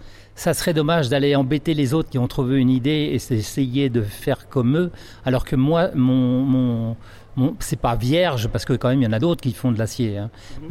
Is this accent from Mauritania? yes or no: no; Castillon-du-Gard, Occitanie, France; Alors, je viens de Castillon-du-Gard, juste à côté du pont du Gard, mais vraiment à côté.